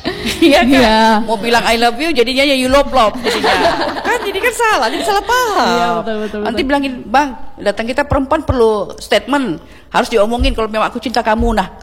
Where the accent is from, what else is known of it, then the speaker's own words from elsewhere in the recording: Aceh, Indonesia; Ngurusin suami harus kita siapin, apalagi kita Aceh.